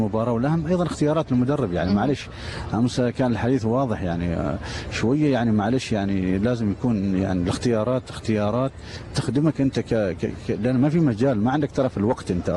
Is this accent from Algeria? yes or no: no; Oman; إحنا كعمانيين